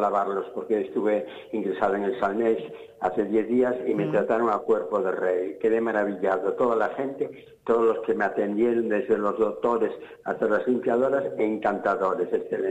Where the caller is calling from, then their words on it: Cambados, Galicia, Spain; de Cambados